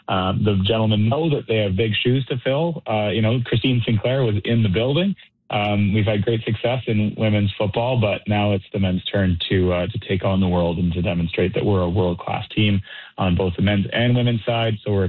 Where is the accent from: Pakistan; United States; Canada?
Canada; But that's just me talking as a Canadian